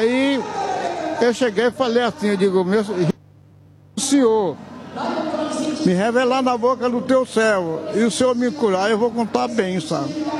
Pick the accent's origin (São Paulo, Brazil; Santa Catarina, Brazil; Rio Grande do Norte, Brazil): São Paulo, Brazil; Eu venho da Zona Leste.